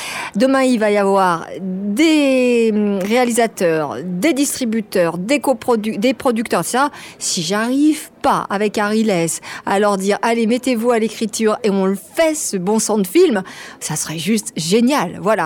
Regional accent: France; je suis française, même si mon ADN est aussi algérien.

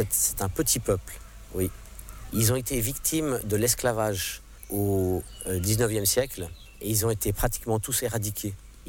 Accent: Geneva, Switzerland; born there; first language English; French is a second language; moved away as an adult; also born or lived in United States; Moi, je suis né à Genève, mais ayant grandi avec ma mère anglophone, eh bien, ma langue maternelle est l'anglais. Donc ça, c'est très pratique d'avoir l'anglais dès la naissance. J'ai ensuite appris le français à l'école.

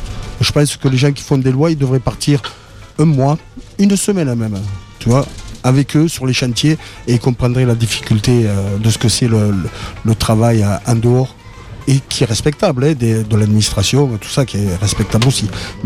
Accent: Béziers, Occitanie, France; first language ca; ma première langue que j'ai entendue, c'était le catalan. Donc voilà. Après, en français, parce que bon, par la force des choses, il a fallu qu'on parle français.

